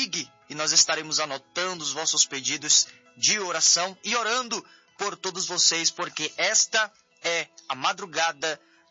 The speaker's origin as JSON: {"language": "Portuguese", "town": "Fortaleza", "region": "Ceará", "country": "Brazil", "said": "Eu não sou natural de São Paulo, viu, meu irmão? Eu sou de Fortaleza, Ceará."}